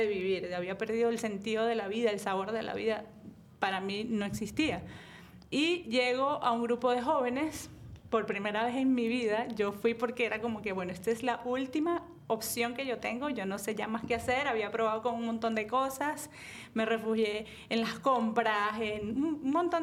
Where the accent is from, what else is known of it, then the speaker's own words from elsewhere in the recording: Venezuela; moved away as an adult; now in Miami, United States; yo tengo 11 años viviendo aquí en Miami, soy venezolana y realmente crecí en una familia que no es católica practicante. Crecí en una familia católica de valores, de principios